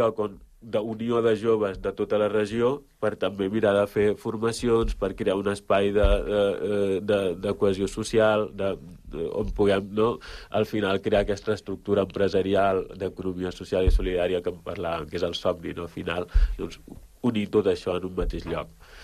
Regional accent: Upper River, Gambia; moved away; el Nyamanari, el meu poble, també està en aquesta regió

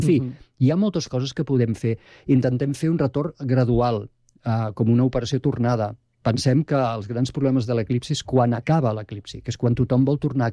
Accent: Tarragona, Catalonia, Spain; born there; moved away as an adult; jo que sóc de Tarragona, nascut a Tarragona, tot i que fa 30 anys que visc aquí, més de 30 anys ja, i a més estiuejo a Falset, al Priorat

